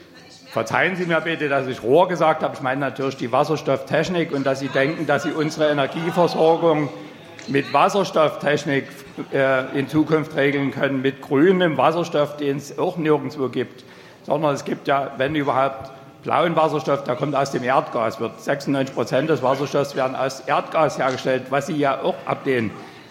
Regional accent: East Germany, Germany; Ich bin in der DDR groß geworden

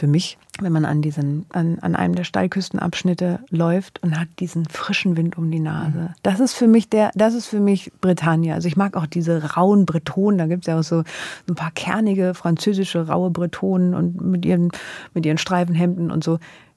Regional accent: Stuttgart, Baden-Württemberg, Germany; born there; ich bin in Stuttgart geboren, wenn ich den Dialekt höre, dann, das ist für mich was.

